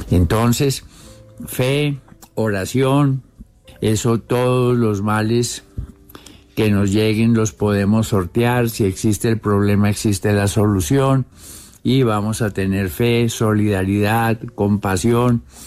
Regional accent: Colombia; Ahora nos necesitamos, somos humanos, somos hermanos, todos somos colombianos en este momento.

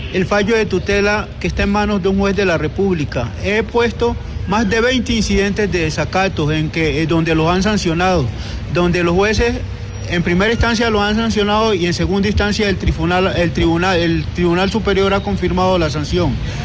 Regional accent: Chocó, Colombia; now in Medellín, Colombia; por ese motivo salí del departamento del Chocó, víctima del conflicto armado por desplazamiento forzado y amenaza. Me encuentro acá en la ciudad de Medellín hace mucho tiempo en calidad de persona refugiada

